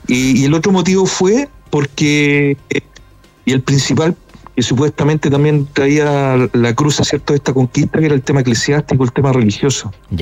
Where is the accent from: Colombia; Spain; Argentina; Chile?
Chile; para nosotros como chilenos.